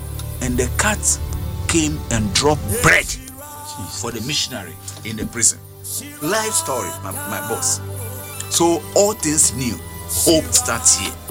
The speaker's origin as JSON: {"language": "English", "region": "Volta", "country": "Ghana", "said": "So tomorrow, the grand launch will be at Angloga in the Volta region. I'm from Volta and to be there. So we are all going home."}